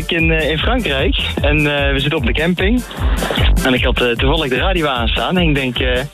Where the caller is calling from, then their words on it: Etten-Leur, North Brabant, Netherlands; Ik kom uit Etten-Leur.